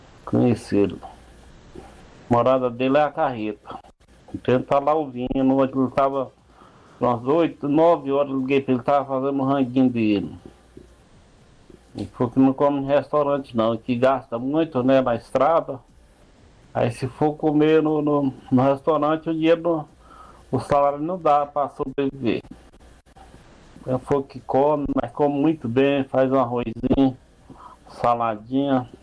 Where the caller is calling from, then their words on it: Planaltina, Goiás, Brazil; aqui de Brasilinha, Goiás.